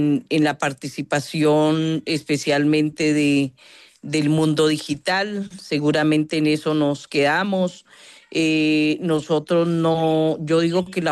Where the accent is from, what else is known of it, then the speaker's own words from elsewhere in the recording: Colombia; todos somos colombianos y colombianas